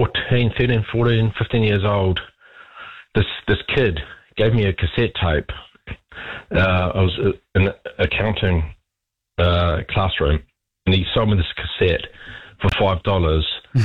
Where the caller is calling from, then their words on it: Hawera, Taranaki, New Zealand; I'm from Hawera